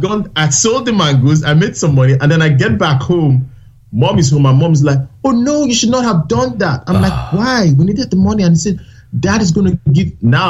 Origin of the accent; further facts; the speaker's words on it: Nigeria; I grew up in Nigeria, in a village, to be honest. But thankfully, the good part was I was born to Christian parents.